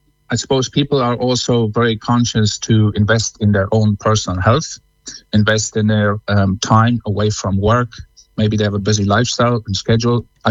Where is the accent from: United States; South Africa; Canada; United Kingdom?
South Africa; now in Cong, Ireland; I'm originally from South Africa